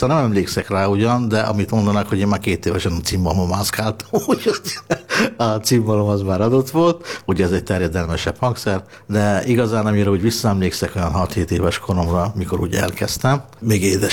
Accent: Szeged, Csongrád-Csanád, Hungary; moved away; also born or lived in Budapest; Édesanyám részéről én magyar származású vagyok, ő nekem ekte magyar családból származik, de mi Szegeden éltünk, a családunk

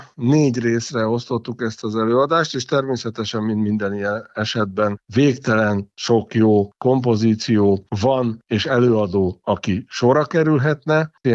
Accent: Sopron, Győr-Moson-Sopron, Hungary; hiszen ő is soproni, én is soproni vagyok, és ez a gyökér, ez mindent felülír.

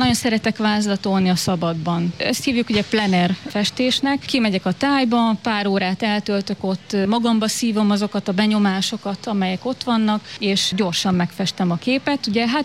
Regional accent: Szolnok, Jász-Nagykun-Szolnok, Hungary; born there; nem hiába születtem oda, ahova születtem.

